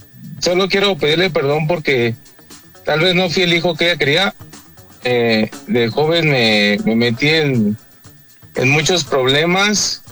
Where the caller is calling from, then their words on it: Mexico City, Mexico; De aquí de Iztapalapa.